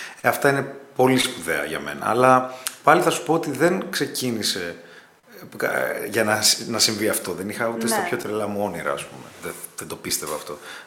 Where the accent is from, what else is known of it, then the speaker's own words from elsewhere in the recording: Western Greece, Greece; είμαι και σκορπιός και είμαι από την Ηλία.